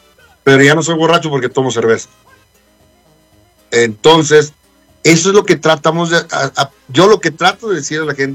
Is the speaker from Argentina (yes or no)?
no; Mexico; Entonces quizás nosotros que venimos de México volvemos a lo mismo.